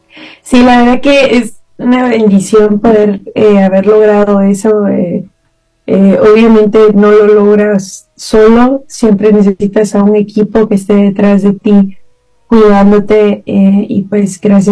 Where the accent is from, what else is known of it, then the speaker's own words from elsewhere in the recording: Guatemala; now in San Francisco, United States; Soy de Guatemala, sí, soy originaria chapina, me gusta el pepián.